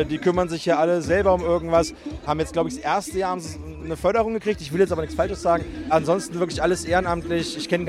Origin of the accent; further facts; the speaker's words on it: Thuringia, Germany; moved away; Ich komme aus Thema ursprünglich.